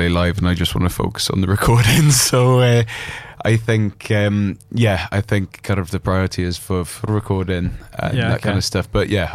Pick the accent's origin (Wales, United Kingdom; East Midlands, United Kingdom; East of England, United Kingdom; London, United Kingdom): Wales, United Kingdom; I'm from Wales